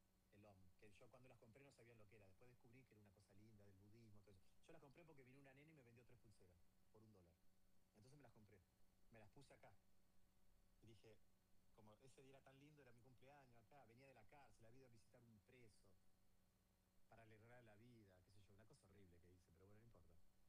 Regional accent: Argentina; moved away; also born or lived in Ibiza; ¿Vos sos argentino? Sí.

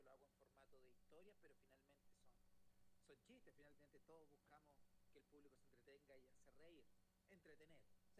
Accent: southern Chile, Chile; De donde yo vengo, yo soy del sur de Chile

